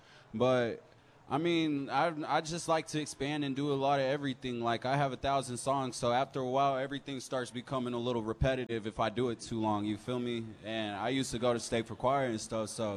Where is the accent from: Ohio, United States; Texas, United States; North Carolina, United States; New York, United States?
Texas, United States; Brownwood; also born or lived in Fort Worth / Midland; I was born in Fort Worth, but I grew up in a town called Brownwood. It's a shout out 325. But I came over here from West Texas, from Midland, Odessa.